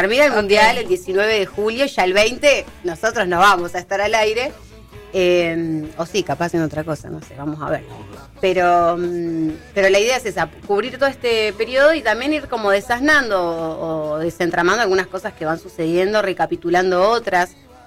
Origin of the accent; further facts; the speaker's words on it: Argentina; soy argentina y porque es la tierra de Maradona.